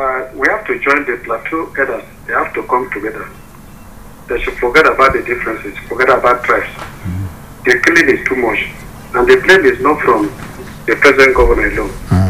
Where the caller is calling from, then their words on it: Nigeria; I'm calling from Garavi.